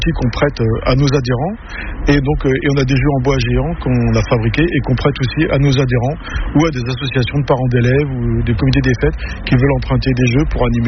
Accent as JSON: {"language": "French", "region": "Normandy", "country": "France", "said": "Mais comme on est normand, donc on est champion du monde, forcément."}